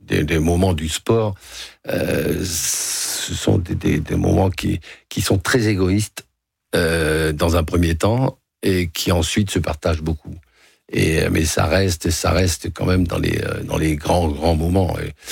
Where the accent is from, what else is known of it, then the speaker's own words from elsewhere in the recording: Hauts-de-France, France; je suis un enfant des corons, je suis du Nord, hein, je suis de Carbon.